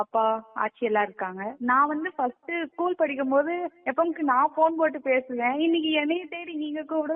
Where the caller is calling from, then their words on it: Theni, Tamil Nadu, India; என் ஊரும் தேனி தான்.